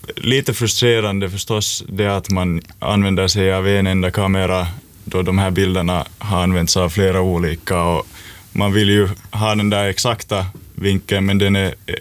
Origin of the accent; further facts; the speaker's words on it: Helsinki, Uusimaa, Finland; min hemstad i Helsingfors